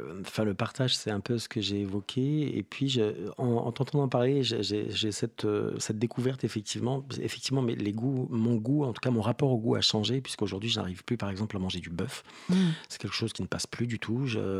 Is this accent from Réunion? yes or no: yes; Réunion; now in France